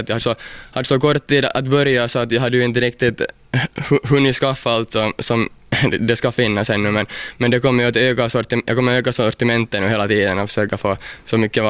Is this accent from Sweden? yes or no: no; Mielisholm, Southwest Finland, Finland; No, jag är nog hemma från Mielisholm och min farfar är faktiskt hemma här från Kirjais också. Så att jag är nog hela min släkt här ifrån regionen, när regionen är Pargas.